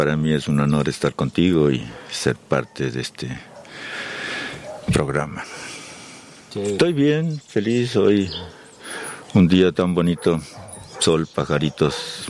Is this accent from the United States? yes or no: no; Argentina; also born or lived in Germany; con mi madre y mis dos hermanitas, que tenían 3 y 5 años, en el barco de regreso a Argentina, llegamos allá. Ahí crecí.